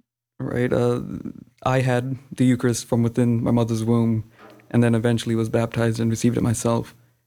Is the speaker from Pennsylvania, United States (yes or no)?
yes; Philadelphia, Pennsylvania, United States; Philadelphia.